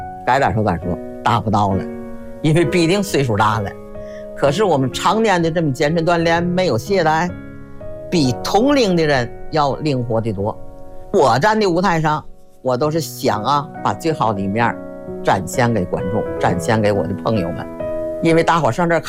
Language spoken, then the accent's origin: Chinese; Tangshan, Hebei, China; 我们也是，我们都是唐山人